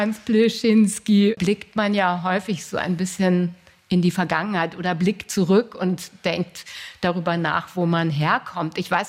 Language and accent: German; Lower Saxony, Germany; Ich komme nämlich auch aus Niedersachsen